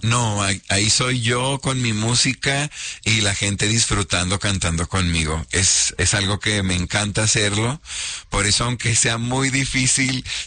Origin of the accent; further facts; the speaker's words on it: Torreón, Coahuila, Mexico; moved away as an adult; Ayer estaba contando los años que tengo aquí en la ciudad. Yo soy de Torreón, Coahuila. Tengo 15 años aquí.